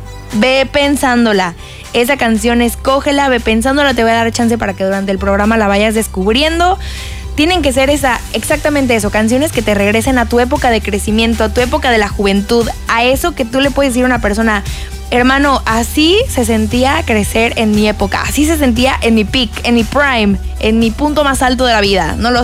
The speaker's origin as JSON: {"language": "Spanish", "country": "Mexico", "said": "Vamos a darnos un abrazo a nosotros como mexicanos."}